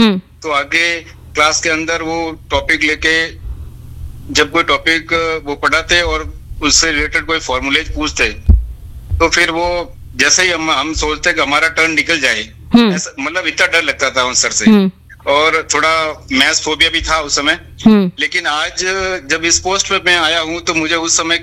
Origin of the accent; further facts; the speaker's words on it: Jodhpur, Rajasthan, India; मैं राजस्थान से हूँ, जोधपुर का रहने वाला